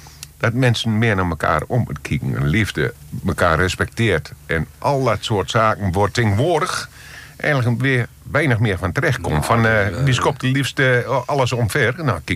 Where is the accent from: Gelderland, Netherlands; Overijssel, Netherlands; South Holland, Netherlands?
Overijssel, Netherlands; Overdinkel; born there; also born or lived in Losser; toen we nog in Overdinkel woonden